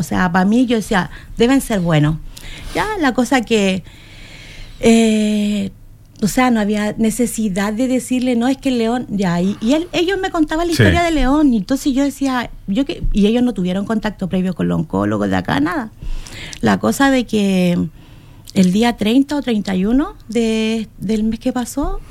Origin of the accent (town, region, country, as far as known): Chile